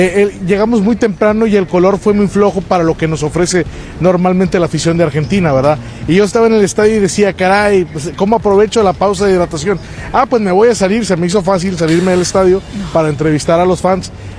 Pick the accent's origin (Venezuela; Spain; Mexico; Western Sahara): Mexico; Somos de México.